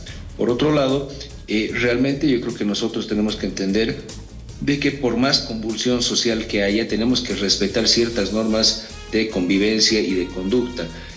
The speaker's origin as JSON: {"language": "Spanish", "country": "Bolivia"}